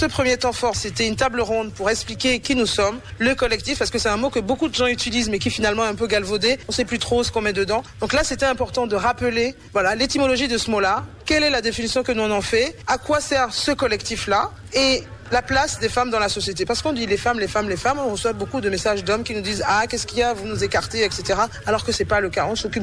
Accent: Benin; On va commencer avec le Bénin parce que je suis béninoise, née, grandie ici.

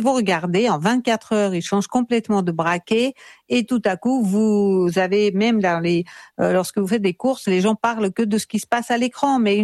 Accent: Russia; combien de fois lorsque je dis que je suis russe sur un quai de gare, la personne se retourne comme si elle voulait plus du tout m'adresser parole.

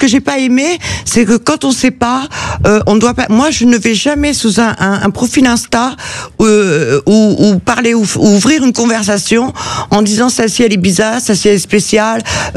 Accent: Spain; French is a second language; Je suis espagnole, tu peux te barrer, je suis espagnole

